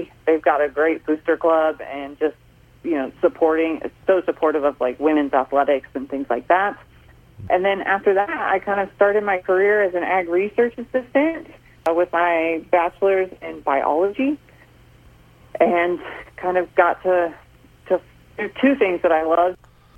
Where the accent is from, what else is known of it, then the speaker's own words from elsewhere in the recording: Holton, Kansas, United States; So I am originally from Holton, Kansas, which is northeast Kansas